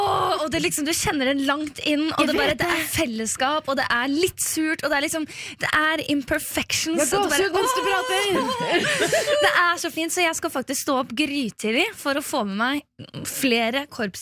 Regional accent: Oppsal, Oslo, Norway; fordi det er jo litt jeg er jo fra Oppsal

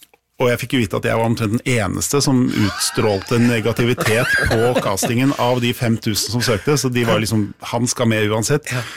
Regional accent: Oslo, Norway; hvis du hadde vært hjemme i Oslo

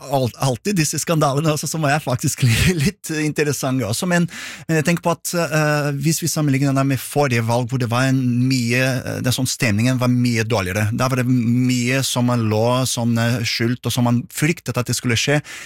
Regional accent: Brazil; moved away; Det er dette, som brasilianer da, så tenker jeg på at dette hadde vært det mest spennende å snakke om.

